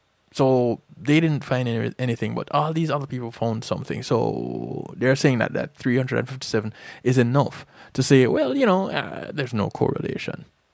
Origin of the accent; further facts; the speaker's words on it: Jamaica; now in United States; I grew up in Jamaica.